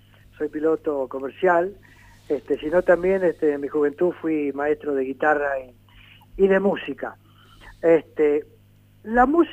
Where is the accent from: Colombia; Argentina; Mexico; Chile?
Argentina; Buenos Aires; also born or lived in Córdoba, Argentina; Nací en Córdoba capital, como toda mi familia somos de ahí. De chiquito vine a Buenos Aires, donde pasé toda mi vida